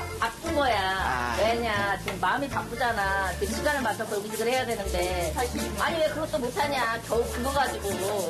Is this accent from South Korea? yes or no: yes; Seoul, South Korea; 아, 서울.